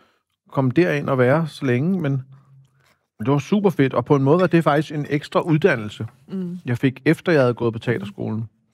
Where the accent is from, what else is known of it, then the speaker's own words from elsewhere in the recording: Greece; now in Denmark; Det er også en hilsen til min barndom i Grækenland.